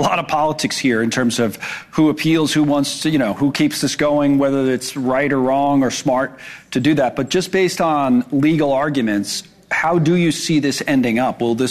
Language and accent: English; New York, United States; I grew up in New York